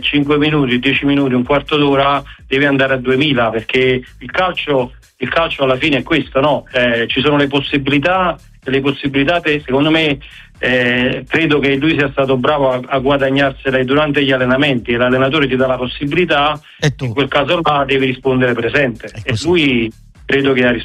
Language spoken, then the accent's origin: Italian; Naples, Campania, Italy; soprattutto per me da napoletano, che all'epoca l'avevo scelto perché il mio idolo.